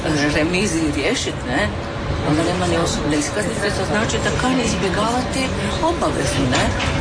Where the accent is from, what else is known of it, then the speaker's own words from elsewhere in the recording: Zagreb, City of Zagreb, Croatia; Ja sam Zagrepčanka rođena, jako stara